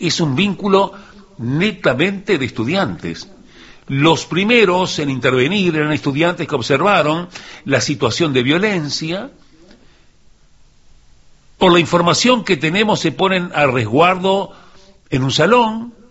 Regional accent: Uruguay; en este que es mi país, que quiero, que nací, que crecí, que me eduqué, que me formé como hombre, como profesional.

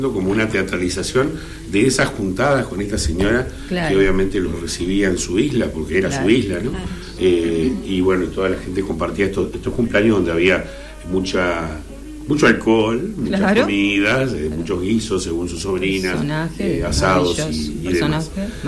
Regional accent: Colonia del Sacramento, Colonia, Uruguay; es mi barrio, nací ahí en Eugenio Arauz y La Rambla, o sea que estamos ahí, y siempre he estado toda mi vida en ese barrio.

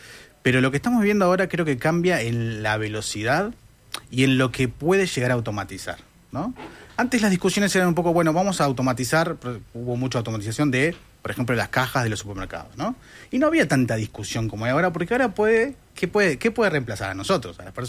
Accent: Uruguay

